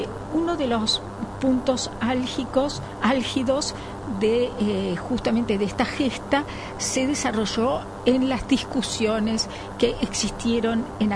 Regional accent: Uruguay; nosotros siempre decimos que somos orientales, no que somos uruguayos.

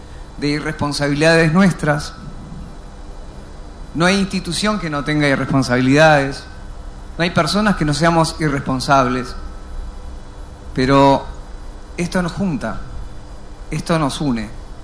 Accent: Uruguay; Gracias a estas personas que me permiten mostrar el premio Estrella del Sur de mi tierra oriental del Uruguay.

